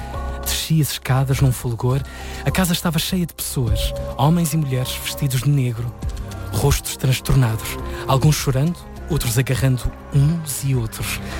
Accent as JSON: {"language": "Portuguese", "region": "Azores", "country": "Portugal", "said": "Vim dos Açores, está tudo mais ou menos explicado."}